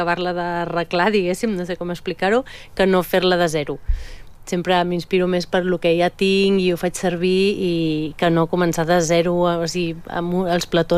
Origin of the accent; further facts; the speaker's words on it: Tona, Catalonia, Spain; jo sóc de Manlleu, de Tona